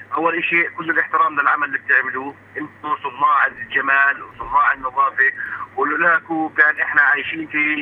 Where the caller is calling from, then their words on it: Bethlehem, West Bank, Palestine; انا مواطن من بيت لحم،